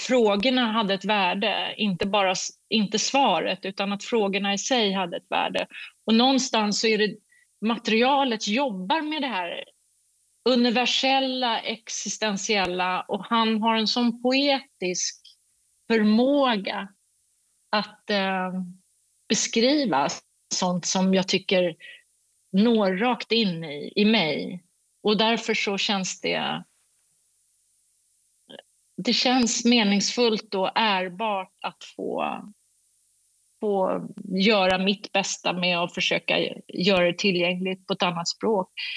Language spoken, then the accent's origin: Swedish; Sweden; han är från Kanada och jag är från Sverige